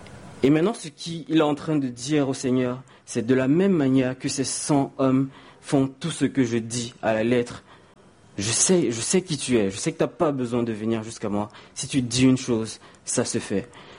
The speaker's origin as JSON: {"language": "French", "country": "Cameroon", "moved": "yes", "lives_now": "France", "said": "je suis camerounais."}